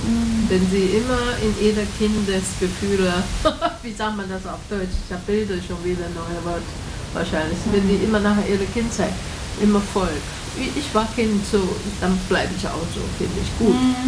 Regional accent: Taiwan; German is a second language; ich komme aus Taiwan, und Taiwan, junge Leute, sag mal, abdurchschnittlich, ab 20-Jährige, die sind alles in der Uni gegangen

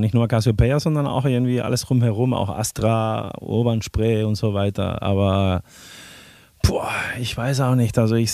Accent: Spain; moved away as an adult; now in Berlin, Germany; ich komme aus Spanien

